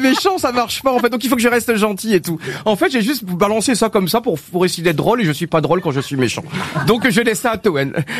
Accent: Paris, Île-de-France, France; born there; Bien sûr, je suis né à Pigalle.

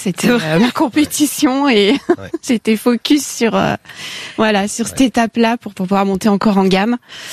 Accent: Lyon, Auvergne-Rhône-Alpes, France; on est lyonnais.

